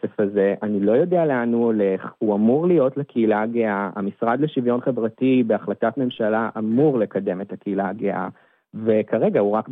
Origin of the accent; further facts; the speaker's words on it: Kiryat Ata, Haifa District, Israel; also born or lived in Tel Aviv; בני נוער, צעירים, שגדלים במקומות שבהם אני גדלתי בקריית אתא, יצאתי מהארון בגיל 15, לא הכרתי עוד להט"בים מסביבי, ברחתי לתל אביב.